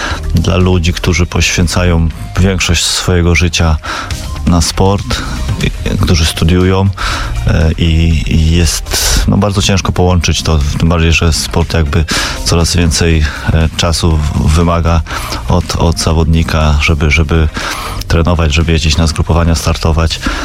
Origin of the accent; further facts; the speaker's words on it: Toruń, Kuyavian-Pomeranian Voivodeship, Poland; Ja wychowałem się na Skarpie.